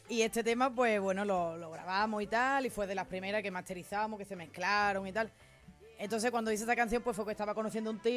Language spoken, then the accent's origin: Spanish; La Línea de la Concepción, Andalusia, Spain; born there; Yo creo que yo no soy de La Línea. He nacido allí físicamente